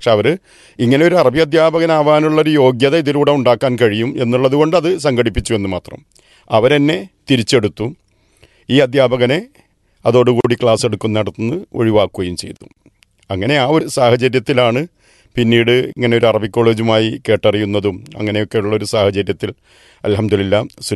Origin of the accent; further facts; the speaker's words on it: Maranchery, Kerala, India; 64 പൂർത്തിയായി കഴിഞ്ഞു. 1962 ജനനം. അന്നൊരു മാറഞ്ചേരിയിലെ താമലശ്ശേരി എന്ന് പറയുന്ന ഒരു ഏരിയ, ഒരു കുഗ്രാമം എന്ന് പറയാം, അവിടെയാണ് എൻ്റെ ജനനം.